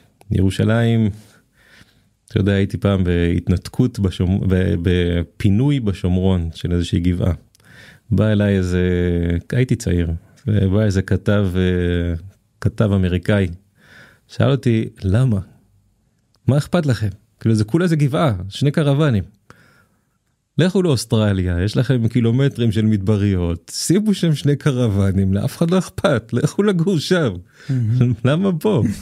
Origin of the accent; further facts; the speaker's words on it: Petah Tikva, Central District, Israel; אני גדלתי בפתח תקווה שכונת אין גנים.